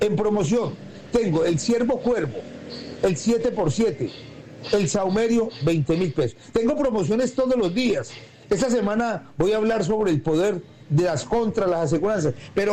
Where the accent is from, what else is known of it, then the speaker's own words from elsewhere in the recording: Quibdó, Chocó, Colombia; Tengo familia aquí en Santa Rosa, pero soy de Quibdó, Chocó.